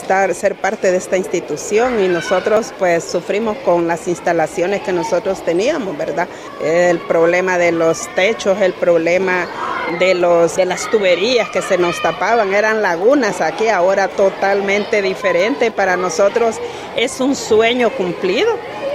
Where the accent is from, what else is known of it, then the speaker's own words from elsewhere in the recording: El Salvador; esa identidad, eso que nos identifica como salvadoreños